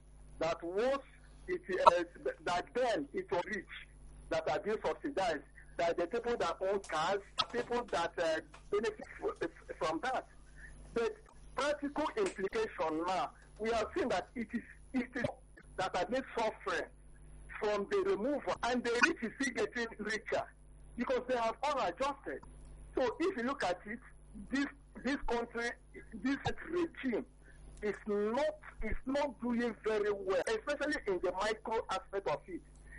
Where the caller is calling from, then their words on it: Ebelego, Nigeria; I'm calling from Ebelego.